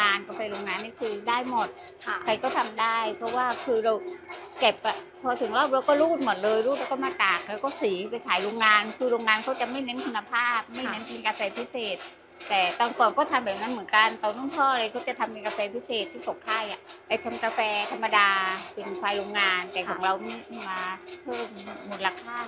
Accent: Surat Thani, Thailand; now in Ranong, Thailand; เป็นคนสุราษฎ

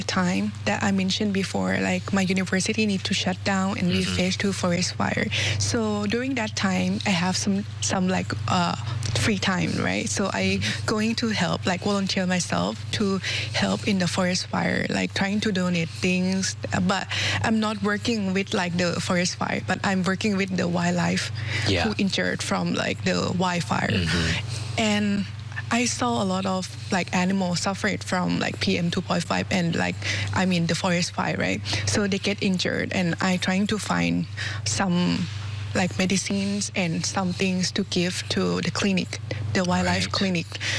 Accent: Chiang Mai, Thailand; moved away; I born and raised in Chiang Mai, and I graduated from Chiang Mai as well.

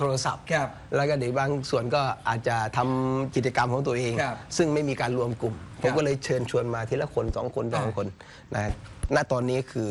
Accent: Khon Kaen, Thailand; moved away as an adult; now in Phetchabun, Thailand; จริงๆก็คือผมเป็นคนต่างจังหวัดผมเป็นคนขอนแก่นผมมาอาศัยอยู่ที่จังหวัดเพชรบูรณ์

